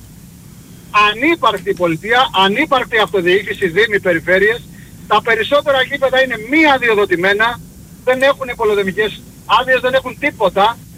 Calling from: Chania, Crete, Greece; Σάβα, είμαι από Χανιά.

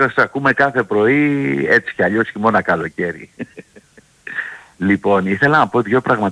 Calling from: Spilia, Peloponnese, Greece; Εγώ συγκεκριμένα είμαι από το χωριό Σπηλιά

